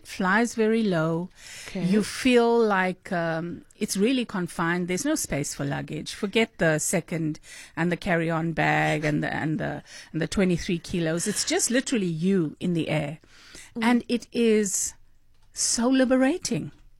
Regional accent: Durban, KwaZulu-Natal, South Africa; moved away as an adult; Chatsworth in Durban, my hometown. So we moved to Chatsworth to a massive house, and Chatsworth developed around us. Okay. And the beauty of Chatsworth, I've lived outside of KZN since 99

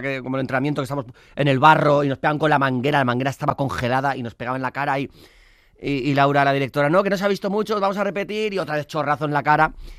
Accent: Basque Country, Spain; Soy vasco, sí, todo el mundo, todos los rodajes, ¡ay, qué frío! Pero si eres vasco, si eres del norte, que soy tan vasco como friolero, que conste en acta.

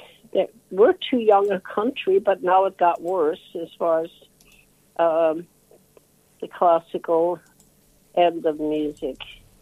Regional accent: Minot, North Dakota, United States; born there; moved away

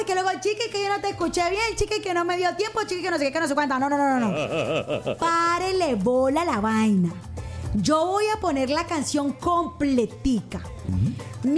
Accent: Caribbean coast, Colombia; yo soy costeña

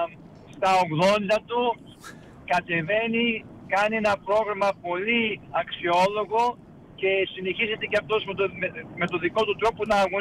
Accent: Melbourne, Victoria, Australia; όπου έλεγα πως ήμουν από Μελβούρνη, Αυστραλία, χαιρότανε

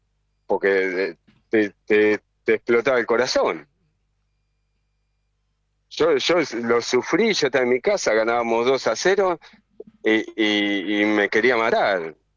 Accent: Argentina; Para nosotros que somos argentinos.

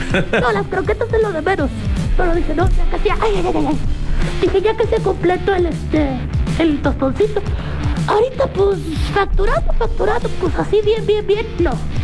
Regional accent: Monterrey, Nuevo León, Mexico; Yo soy originaria de Santa Lomé, Monterrey, Nuevo León.

